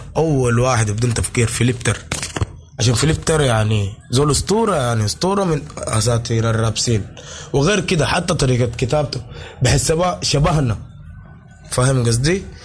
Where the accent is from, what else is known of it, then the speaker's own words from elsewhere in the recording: Sudan; واحنا كسودانيين